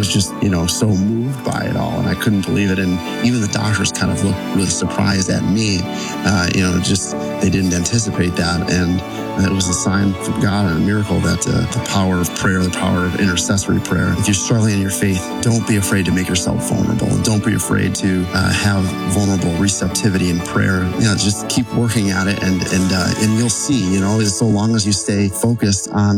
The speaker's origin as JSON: {"language": "English", "town": "Orchard Park", "region": "New York", "country": "United States", "said": "I'm from Orchard Park, New York."}